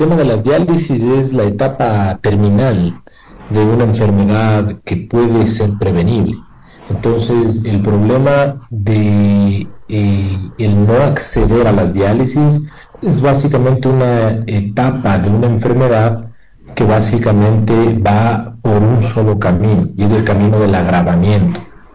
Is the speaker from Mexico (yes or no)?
no; Ecuador; porque tengo diálisis y porque soy del Ecuador y mi constitución lo garantiza.